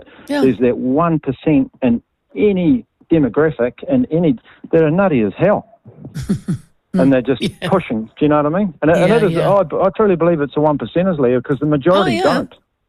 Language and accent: English; Auckland, New Zealand; I grew up in South Auckland